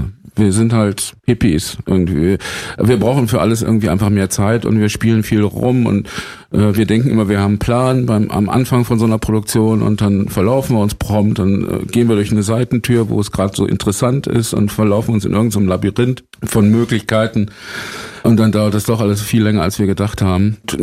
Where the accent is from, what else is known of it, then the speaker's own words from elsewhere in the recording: Herford, North Rhine-Westphalia, Germany; now in Berlin, Germany; Also ich meine, ich bin nicht direkt von Herford nach Berlin gekommen, sondern ich bin von Geburt her ein Wessi und Herford liegt in Ostwestfalen.